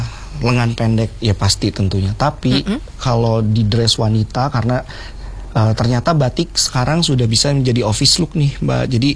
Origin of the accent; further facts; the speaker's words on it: Bandung, West Java, Indonesia; Saya Bandung, tapi Bandung. Ada turunan Garut.